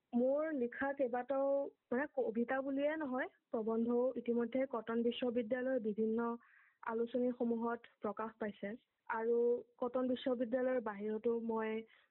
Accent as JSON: {"language": "Assamese", "town": "Guwahati", "region": "Assam", "country": "India", "said": "মই গুৱাহাটীৰ বাসিন্দা"}